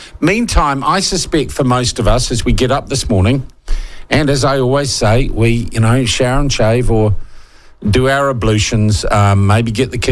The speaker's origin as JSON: {"language": "English", "country": "New Zealand", "said": "I myself posted about the sense of loss I felt as a New Zealander"}